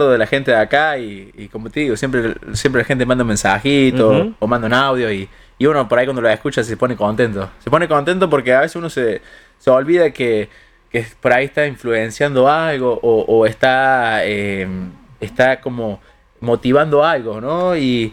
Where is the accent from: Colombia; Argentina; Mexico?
Argentina; Alta Gracia, Córdoba; moved away as an adult; la verdad que lo extraño muchísimo Altagracia, y también extraño mucho las etapas cuando vivía acá en Altagracia.